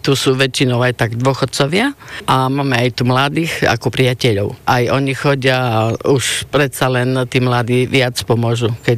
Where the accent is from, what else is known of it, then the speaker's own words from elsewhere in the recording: Snina, Prešov Region, Slovakia; moved away as an adult; now in Kolonica, Slovakia; My sme tu prišli bývať pred 25 rokmi, lebo my nie sme z Kolonice.